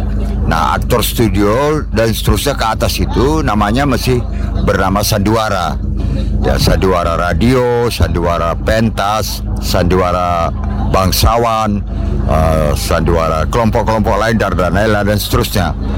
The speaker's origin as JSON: {"language": "Indonesian", "region": "North Sumatra", "country": "Indonesia", "said": "Dan kita dari Sumatera Utara, terutama kami ya, termasuk teater Delik dan tim teater anak negeri dan kelompok-kelompok teater yang lain, kita masih punya ideologi teater itu loh."}